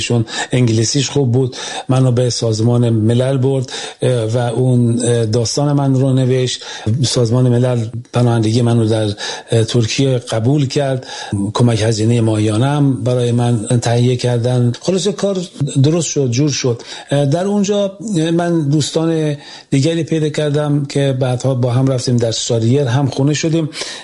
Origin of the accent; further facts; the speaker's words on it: Iran; ولی خب بعد مترجم اومد و روشن شد که ما از ایران اومدیم.